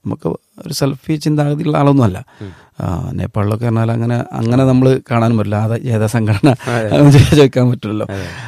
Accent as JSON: {"language": "Malayalam", "region": "Kerala", "country": "India", "said": "നമ്മൾ മലയാളി ശ്രോതാക്കളായിട്ടുള്ള"}